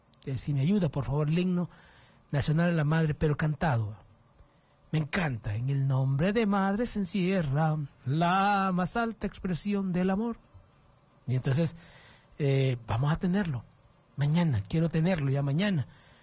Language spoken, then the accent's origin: Spanish; Honduras